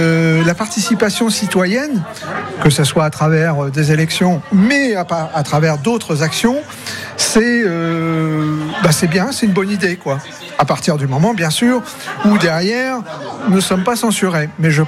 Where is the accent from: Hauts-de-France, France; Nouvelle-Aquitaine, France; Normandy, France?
Normandy, France; Cherbourg; Cherbourg.